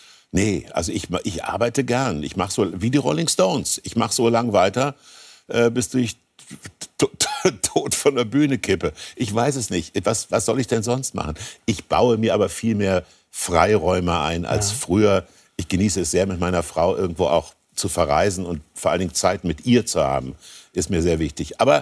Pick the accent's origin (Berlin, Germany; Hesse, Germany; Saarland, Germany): Hesse, Germany; Kassel; ich bin am Stadtrand von Kassel groß geworden, und da waren Bauern, da waren Landwirte.